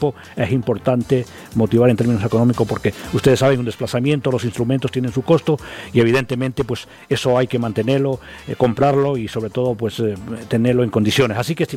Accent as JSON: {"language": "Spanish", "country": "Ecuador"}